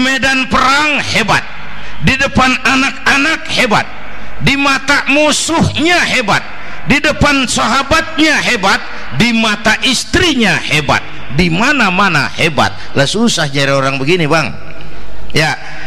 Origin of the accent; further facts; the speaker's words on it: Jakarta, Indonesia; Ya kita Betawi kan mah susah udah nukangin. Susah mulu. Saya santri nih